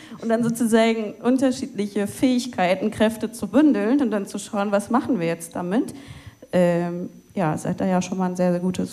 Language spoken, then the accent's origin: German; Cologne, North Rhine-Westphalia, Germany; wieder nach Köln verschoben und was ich gemerkt habe, war, erstens, ich will irgendwie dem Ort, wo ich aufgewachsen bin, also konkret dem Viertel Köln-Kalk, was zurückgeben.